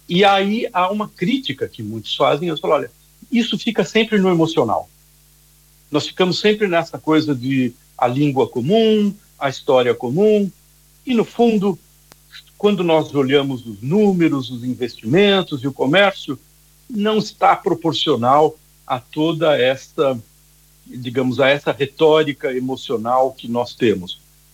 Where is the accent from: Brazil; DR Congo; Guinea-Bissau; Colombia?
Brazil; now in Portugal; O João Gabriel e eu, que somos brasileiros a viver em Portugal